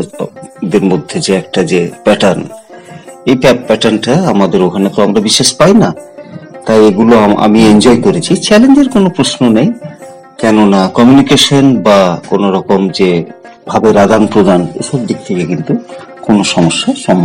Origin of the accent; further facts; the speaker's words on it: West Bengal, India; আমার জন্ম এবং বেড়ে ওঠা পশ্চিমবঙ্গে